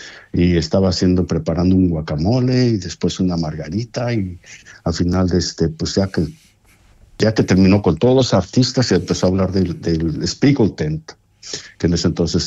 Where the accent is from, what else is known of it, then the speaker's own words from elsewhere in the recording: Mexico; pues la comunidad mexicana que tenía desde hace años, hace de 40 años, éramos como 15 mexicanos acá